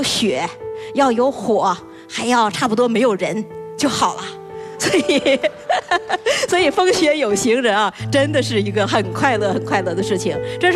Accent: northern China, China; 其实我是北方人呐，我觉得有点血脉觉醒的感觉。

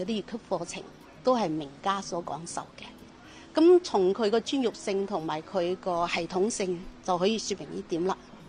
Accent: Guangdong, China; 作為我哋廣府人，對於嶺南文化應該都係有一定熟悉嘅

